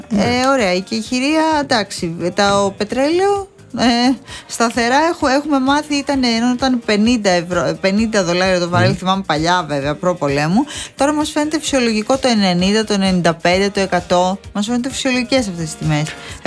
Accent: Piraeus, Attica, Greece; Ως Πειραιώτισσα το ξέρω

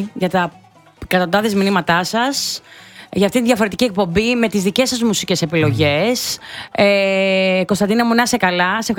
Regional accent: Western Greece, Greece; εγώ είμαι από την Ηλία, ξέρω το Καλαματιανό, ναι, το Τσάμικο

